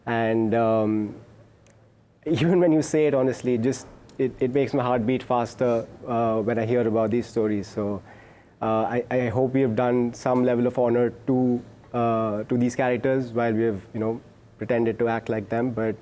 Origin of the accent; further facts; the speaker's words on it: India; I was born in June 1999.